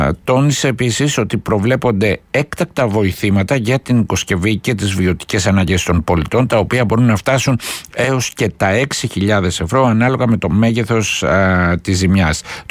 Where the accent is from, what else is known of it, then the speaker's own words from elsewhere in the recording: Vyronas, Attica, Greece; ως Βυρονιώτης και εγώ, με αγάπη ιδιαίτερη στην πόλη μου